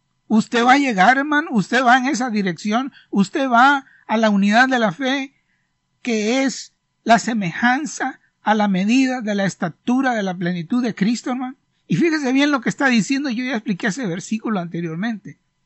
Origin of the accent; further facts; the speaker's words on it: Honduras; yo soy de Honduras